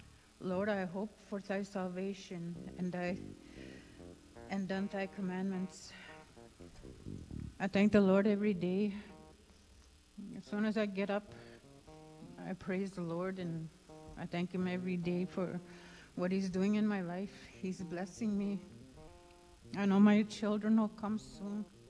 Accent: Manitoba, Canada; born there; now in Hollow Water, Canada; I was born in Barron's River, but I live in Hollow Water now

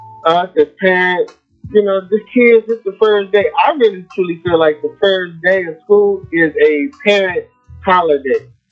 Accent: Texas, United States; I'm from Texas.

